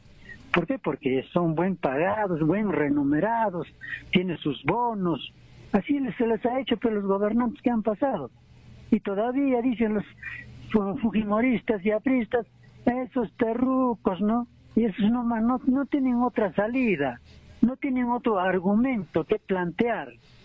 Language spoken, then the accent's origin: Spanish; Peru; yo digo como ciudadano peruano, no me voy a escaparme, no me voy a otro sitio